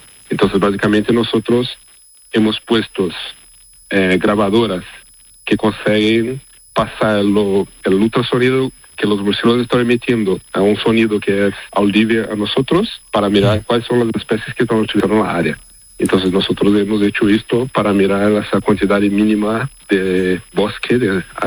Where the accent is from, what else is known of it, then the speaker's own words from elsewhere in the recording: Brazil; Spanish is a second language; Yo estaba en máster en Brasil, yo soy brasileño.